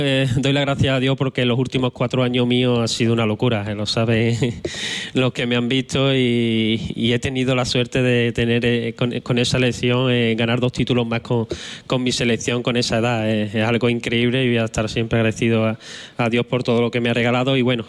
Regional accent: Los Palacios y Villafranca, Andalusia, Spain; born there; Mi pueblo, mi gente, esa humildad, esa sencillez que tienen

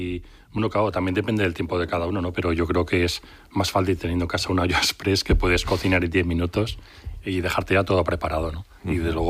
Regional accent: Calatorao, Aragon, Spain; born there; en mi pueblo, que es donde tengo el estudio, en Calatorao.

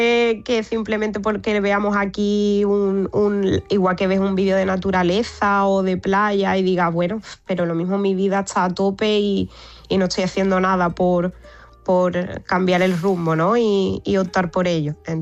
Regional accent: Barbate, Andalusia, Spain; now in Seville, Spain; ahora mismo vivo en Sevilla, pero soy de Barbate, entonces hay mucho mar, hay mucho atún, hay mucha gente de ahí

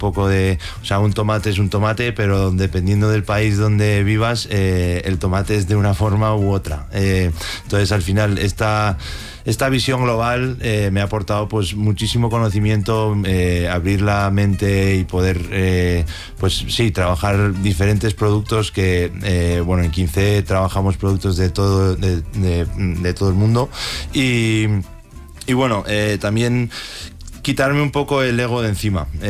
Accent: Madrid, Community of Madrid, Spain; also born or lived in United States; Bueno, nacimos todos en Estados Unidos, pero siempre hemos vivido aquí en Madrid.

